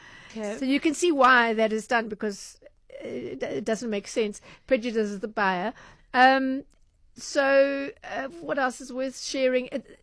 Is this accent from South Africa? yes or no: yes; Durban, KwaZulu-Natal, South Africa; moved away; also born or lived in Germany; in Durban, KZN, where I'm originally from